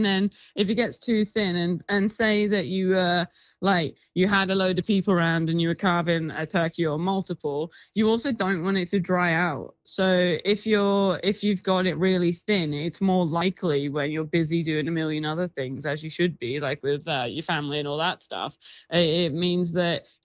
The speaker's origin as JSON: {"language": "English", "country": "United Kingdom", "said": "I'm British, so it has to go traditional sage and onion."}